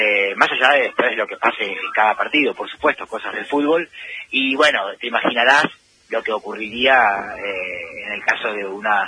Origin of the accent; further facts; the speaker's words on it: Entre Ríos, Argentina; yo no soy nacido en Rosario. Soy entrerriano, así que vengo con...